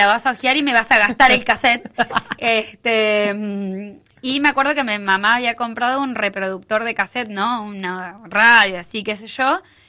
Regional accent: Perito Moreno, Santa Cruz, Argentina; recuerdan que yo me crié en la Casa de Servicios Públicos. Bueno, la Casa de Servicios Públicos tenía una parabólica en donde fue el primer lugar que tuvo internet Perito Moreno.

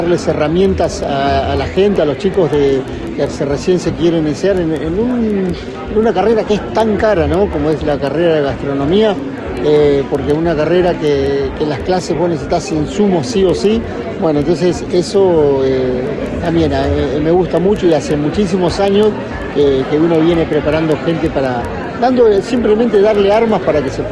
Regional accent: Puerto Deseado, Santa Cruz, Argentina; born there; un orgullo venir a representar a la provincia y a mí, y también a mi pueblo, ¿no? Puerto Deseado.

